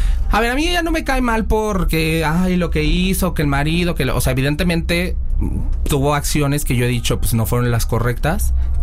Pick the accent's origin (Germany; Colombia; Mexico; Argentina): Mexico; San Cristóbal de las Casas, Chiapas; Ah, no, yo viví en mi pueblo, Deli, allá en San Cristóbal de las Casas, entonces yo así, comiéndome mi tamal de chipilín, e informándole a la nación, y desde allá pegó.